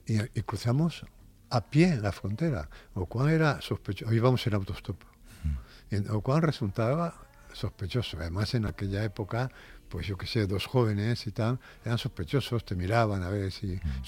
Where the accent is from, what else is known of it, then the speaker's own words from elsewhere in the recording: Spain; la primera vez que yo salí de España, yo llegué a la frontera a pie